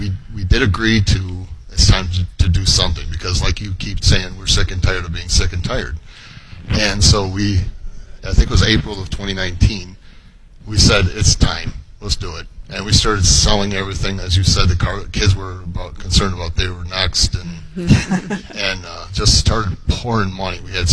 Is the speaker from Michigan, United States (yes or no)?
yes; Bay City, Michigan, United States; Bay City, Michigan.